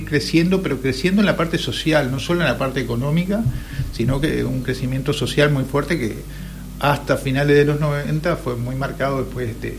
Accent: Colonia, Uruguay; Todos los que somos de Colonia

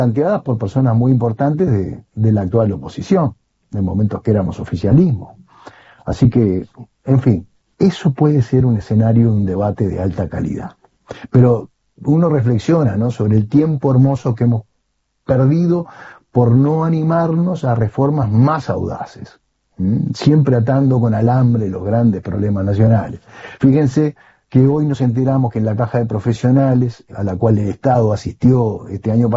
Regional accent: Uruguay; Pero mientras tenga internet, sigo de cerca las cosas que van sucediendo en mi país

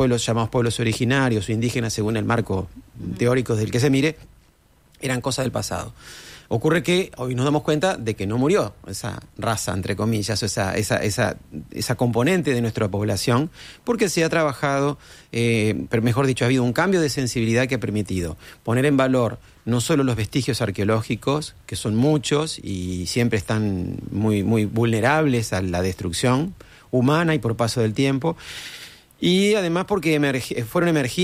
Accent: Las Piedras, Canelones, Uruguay; Parece que venimos de migrantes de las Islas Canarias, casados todos entre parientes, agricultores. En mi caso, zona rural del Colorado, en las afueras de Las Piedras, en el departamento de Canelones.

